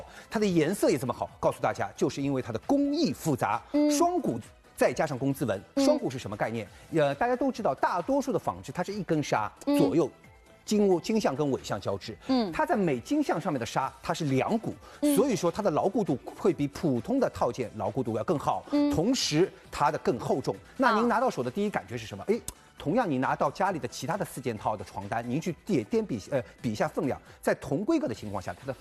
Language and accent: Chinese; Shanghai, China